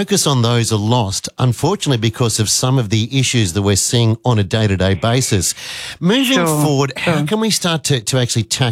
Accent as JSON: {"language": "English", "country": "Australia", "said": "But I guess being Australian"}